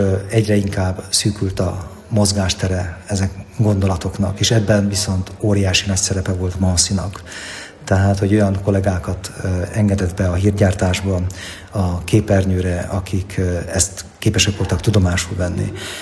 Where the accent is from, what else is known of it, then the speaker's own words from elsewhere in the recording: Hungary; Én azt tudom, hogy tudod, magyarként a nemzetközi térben mindig ilyen kisebbségi komplexusaink vannak.